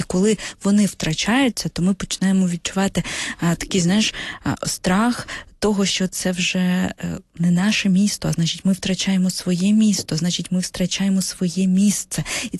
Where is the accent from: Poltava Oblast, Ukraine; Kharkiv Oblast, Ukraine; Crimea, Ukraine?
Kharkiv Oblast, Ukraine; Kharkiv; я ж з Харкова